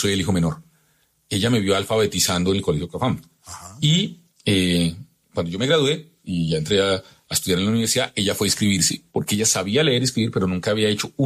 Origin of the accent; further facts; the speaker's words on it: Bogotá, Colombia; yo nací en un inquilinato en Fontibón, viví en Kennedy, en el barrio de las Américas, luego viví en el barrio Bavaria, luego viví en el Bosque Popular